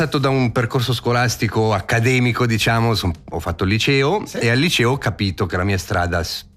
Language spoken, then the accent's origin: Italian; Ticino, Switzerland; tu ti trovi lì da ticinese e dici: ma te perché sei qui dalla